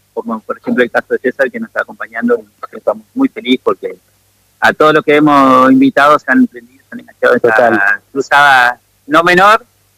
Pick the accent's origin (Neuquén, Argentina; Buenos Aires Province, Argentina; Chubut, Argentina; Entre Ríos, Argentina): Entre Ríos, Argentina; Viale; born there; yo tenía acá a 50 kilómetros, donde nací en Viale, tengo ciclo 2